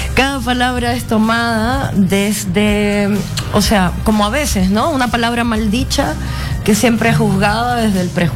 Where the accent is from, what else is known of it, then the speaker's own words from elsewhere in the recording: Cuba; now in Peru; Soy cubana.